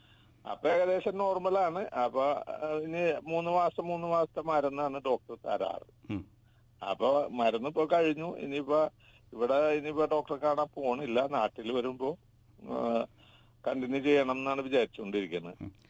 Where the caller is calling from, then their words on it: Abu Dhabi, United Arab Emirates; ഞാൻ വിദേശത്ത് നിന്നാണ്, അബുദാബിന്ന് വിളിക്കണം.